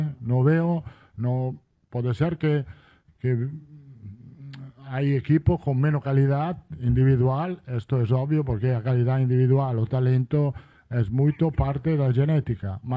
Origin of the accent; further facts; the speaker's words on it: Italy; Portuguese is a second language; now in Brazil; Me sinto bem, italiano, brasileiro, sou italiano. É uma experiência fantástica treinar no Brasil.